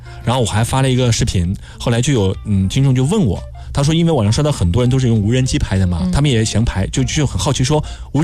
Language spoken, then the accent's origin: Chinese; Guizhou, China; 因为我贵州人嘛，我们那就是山里，山里的水就会天生凉一些。